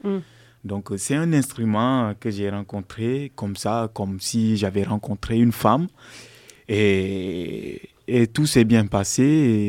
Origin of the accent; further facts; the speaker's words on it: Senegal; j'ai grandi au Sénégal, donc, et c'est ma mère qui m'a éduqué. Et c'est comme ça que je me suis vu un peu plus comme un Sénégalais, comme un Guinéen, parce que je connais plus la culture sénégalaise que la culture guinéenne